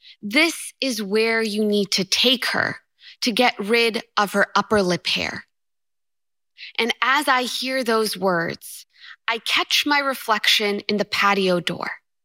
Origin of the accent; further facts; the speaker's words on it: Burlington, Massachusetts, United States; I'm from Burlington, Massachusetts.